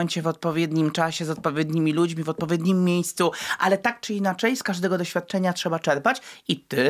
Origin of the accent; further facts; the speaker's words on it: Skarżysko-Kamienna, Świętokrzyskie Voivodeship, Poland; Ja jestem z Kędzierzysko-Kamienna.